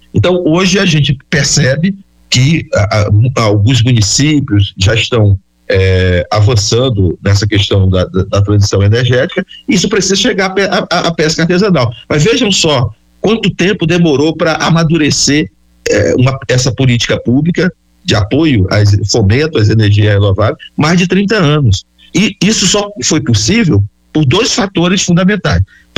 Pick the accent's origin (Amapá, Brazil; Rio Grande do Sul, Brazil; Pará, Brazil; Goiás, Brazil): Pará, Brazil; Altamira; moved away; eu morei em Altamira, no Pará, nos anos 70. Eu sou de uma família assentada da reforma agrária. Eu fui criado tomando banho no Rio Xingu.